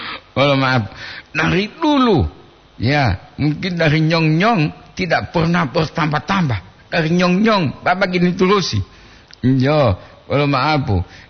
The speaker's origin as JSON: {"language": "Indonesian", "region": "Gorontalo", "country": "Indonesia", "said": "saya asli Gorontalo, asli lo, jo, nah itu gagah, asli Gorontalo"}